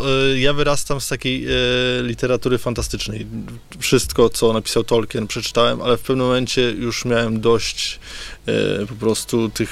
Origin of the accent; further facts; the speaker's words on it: Kashubia, Poland; no bo ja jestem Kaszubą